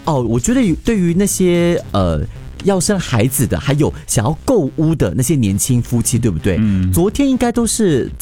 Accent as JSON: {"language": "Chinese", "region": "East Region", "country": "Singapore", "said": "因为我是东部人，所以我对于东部的发展是稍微关心一点点的"}